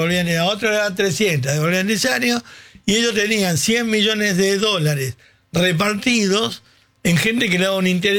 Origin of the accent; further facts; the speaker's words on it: Argentina; Yo soy un argentino más